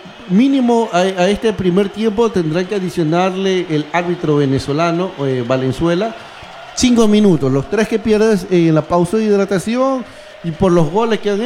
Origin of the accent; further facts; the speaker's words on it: Ecuador; nosotros como ecuatorianos